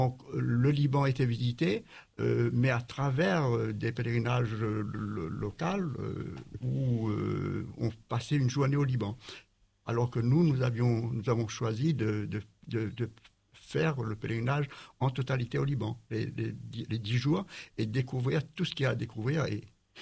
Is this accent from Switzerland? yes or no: no; Réunion; Je suis réunionnais.